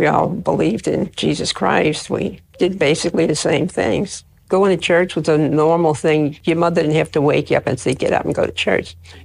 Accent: New Orleans, Louisiana, United States; I grew up here in New Orleans, down in the Ninth Ward, which was mainly German at the time. And the church that I was baptized in is the German church. And only German was spoken in the church and the school because I had a German heritage.

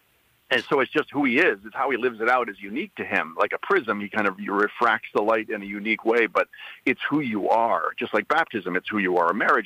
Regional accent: New England, United States; I'm from New England, and I have a number of family members from New Jersey.

